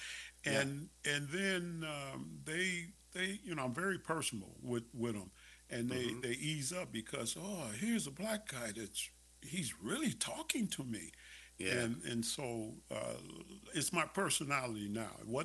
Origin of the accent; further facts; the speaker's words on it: Cincinnati, Ohio, United States; So I grew up in Ohio, and so in the inner city there of Cincinnati.